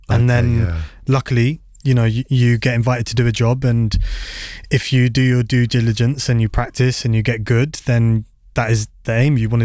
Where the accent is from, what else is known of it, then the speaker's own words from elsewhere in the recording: Slough, South East England, United Kingdom; I grew up in Slough, in Manor Park, quite multicultural